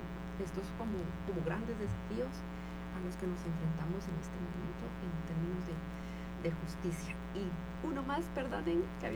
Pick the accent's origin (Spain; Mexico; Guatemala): Guatemala; nosotras como guatemaltecas no vamos y votamos